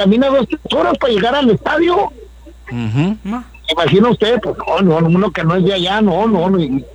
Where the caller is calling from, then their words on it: Mexico; Pues eso nos perjudica a todos como mexicanos.